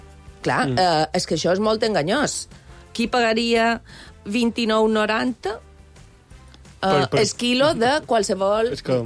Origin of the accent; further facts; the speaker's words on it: Es Castell, Balearic Islands, Spain; Perquè en el meu poble...